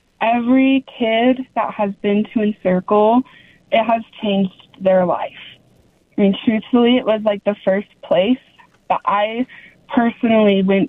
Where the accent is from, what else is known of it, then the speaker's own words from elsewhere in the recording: Heber City, Utah, United States; I was born and raised in Heber City, and that's something that I'm proud of. And I'm also queer, and I'm proud of that.